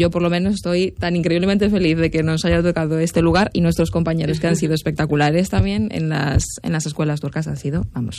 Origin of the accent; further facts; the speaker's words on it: Galicia, Spain; Y creo que como gallegos lo podemos entender.